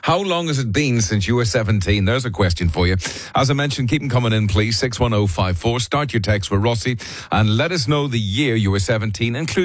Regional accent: Armagh, Northern Ireland, United Kingdom; When I say I'm from Armagh, people always say, well, how far is it from Belfast?

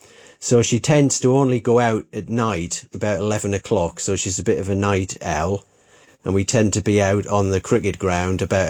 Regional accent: Sunderland, North East England, United Kingdom; I was a paper lad up in the northeast in Sunderland.

